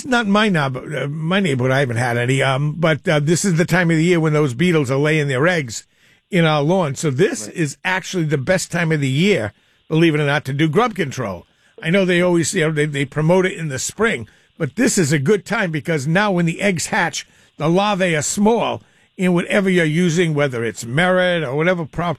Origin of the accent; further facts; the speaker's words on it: East Providence, Rhode Island, United States; My hometown of East Providence seems to be a hotbed of it.